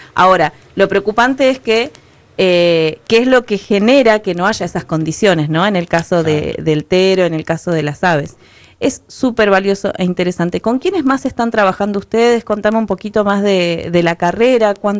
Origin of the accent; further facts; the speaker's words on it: Chile; now in Río Gallegos, Argentina; te cuento que soy chilena